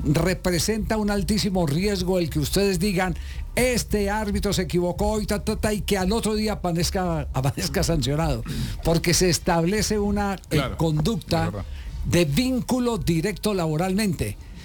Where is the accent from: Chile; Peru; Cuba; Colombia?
Colombia; Caldas; La coincidencia es que es frente al equipo de mi tierra, el Once Caldas.